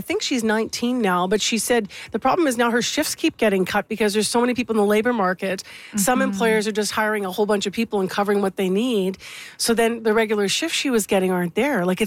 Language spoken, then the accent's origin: English; Winnipeg, Manitoba, Canada; when I was growing up in Winnipeg here